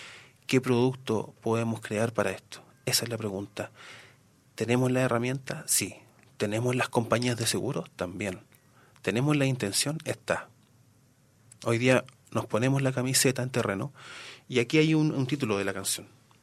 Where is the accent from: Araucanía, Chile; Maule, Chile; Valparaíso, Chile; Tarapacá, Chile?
Valparaíso, Chile; moved away; Como soy de Valparaíso